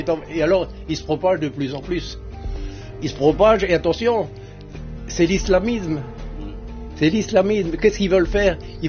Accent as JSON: {"language": "French", "country": "France", "said": "Parce que moi je suis français avant tout."}